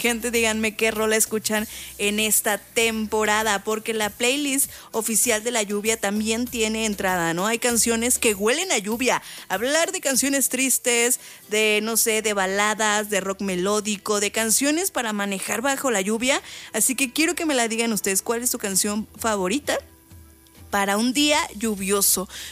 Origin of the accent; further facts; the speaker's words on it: Morelia, Michoacán, Mexico; Y yo también desde Morelia. ¡Éale! Somos de Morelia para el mundo.